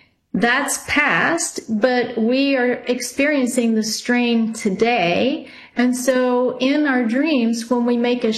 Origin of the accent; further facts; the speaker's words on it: Texas, United States; born there; moved away; I lived in Texas where we had tornadoes.